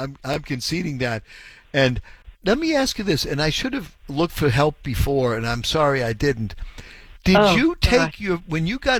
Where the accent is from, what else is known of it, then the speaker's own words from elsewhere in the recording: Hyde Park, Massachusetts, United States; I grew up in Hyde Park too, as you probably know. I'm a Reedville boy